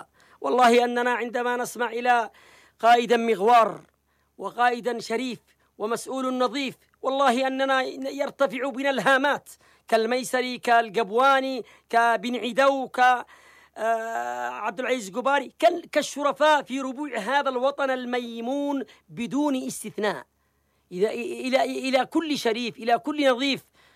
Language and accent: Arabic; Yemen